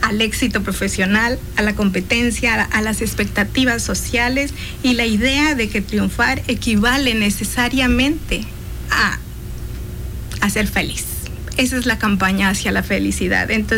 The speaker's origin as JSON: {"language": "Spanish", "region": "Sonora", "country": "Mexico", "said": "somos sonorenses"}